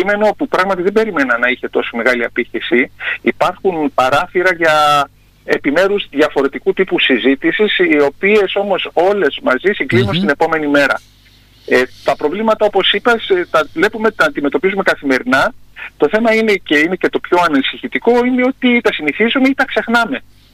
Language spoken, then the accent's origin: Greek; Tilos, South Aegean, Greece; η οποία μεγαλώσαμε μαζί στην Τήλο, γιατί είμαι και μισοτηλιακός.